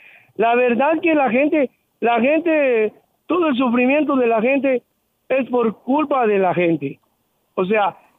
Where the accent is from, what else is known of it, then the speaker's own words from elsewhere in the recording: Guatemala; born there; yo orgullosamente nací en la tierra del Quetzal.